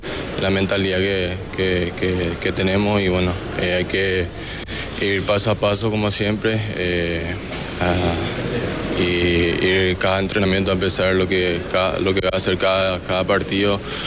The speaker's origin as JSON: {"language": "Spanish", "country": "Paraguay", "moved": "yes", "lives_now": "Europe", "said": "estar acá en mi país, en nuestro país."}